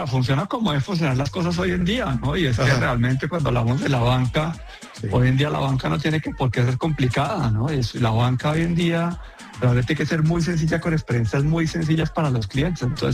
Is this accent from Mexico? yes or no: no; Colombia